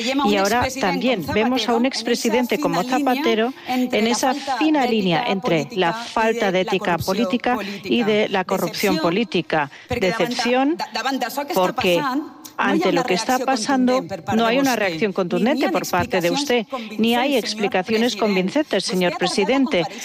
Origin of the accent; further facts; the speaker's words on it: Valencian Community, Spain; soy valenciana también